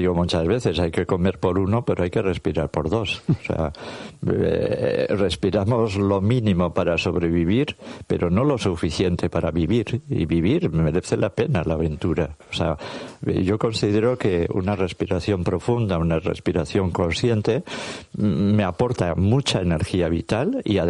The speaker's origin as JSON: {"language": "Spanish", "region": "Durango", "country": "Mexico", "said": "Bueno, es lo que hacía mi mamá. Yo soy de Durango y mi mamá hacía eso."}